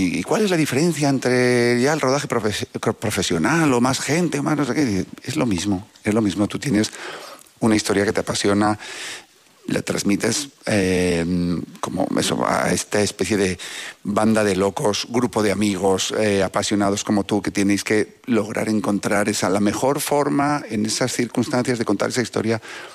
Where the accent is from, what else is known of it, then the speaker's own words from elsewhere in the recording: Navarre, Spain; Además de director de cine, soy navarro, entonces tengo un extra de pudor vale.